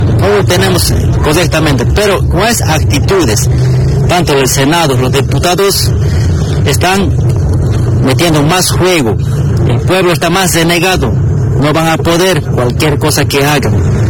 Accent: Bolivia

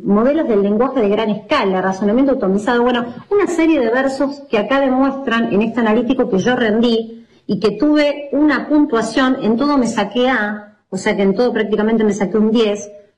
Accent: Argentina

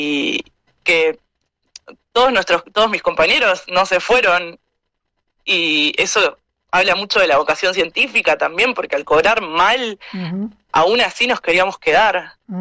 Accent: Chubut, Argentina; now in Bariloche, Argentina; No, yo soy de Chubut.

